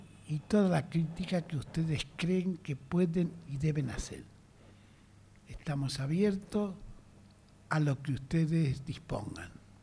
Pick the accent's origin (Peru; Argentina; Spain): Argentina; así somos los argentinos.